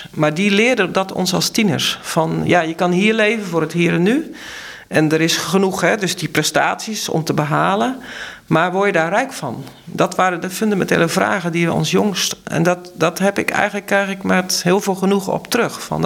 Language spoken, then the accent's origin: Dutch; Ridderkerk, South Holland, Netherlands; also born or lived in Tholen; mijn ouders kwamen uit Tolen. Ik ben zelf verder opgegroeid in de Ridderkerk.